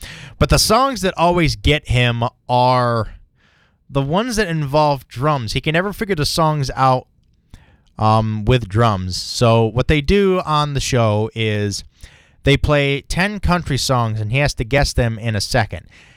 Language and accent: English; Olean, New York, United States; growing up in the Olean area as a kid, you heard a lot of country music on our country radio cohort down here